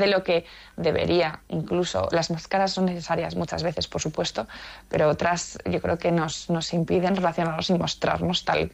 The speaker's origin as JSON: {"language": "Spanish", "town": "Zaragoza", "region": "Aragon", "country": "Spain", "said": "Porque, bueno, yo soy de Zaragoza, pero de hecho lo ponen en esto de mi"}